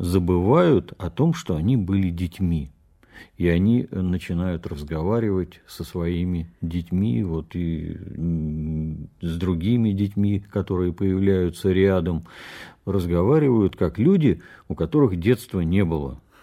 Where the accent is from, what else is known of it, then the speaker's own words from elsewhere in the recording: Saint Petersburg, Russia; born there; also born or lived in Krasnoye Selo; Я родился в Питере. Потом появился в Петербурге только когда пошел в школу. А отец был военный